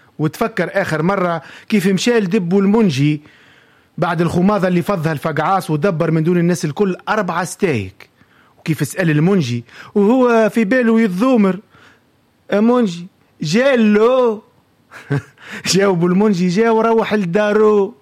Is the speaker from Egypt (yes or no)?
no; Tunisia; احنا تونسي